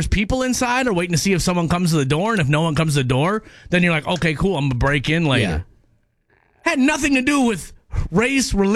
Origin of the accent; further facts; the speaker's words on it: Minneapolis, Minnesota, United States; growing up in North Minneapolis